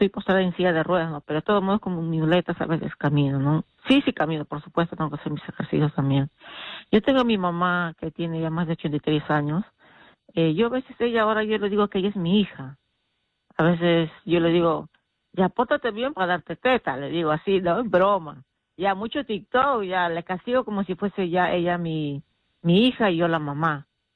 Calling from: Lima, Peru; de acá, de Lima

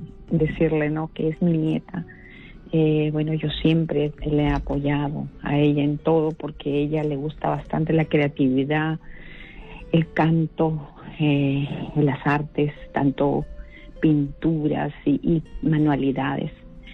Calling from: Lima, Peru; Del Agustino

